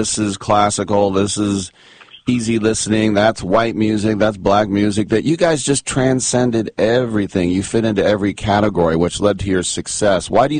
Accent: Oakland, California, United States; I'm from the Oakland area

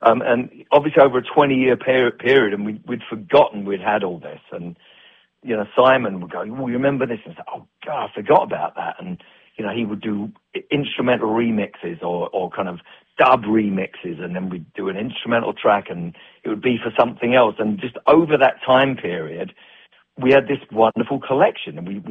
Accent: London, United Kingdom; moved away; because we're all from London

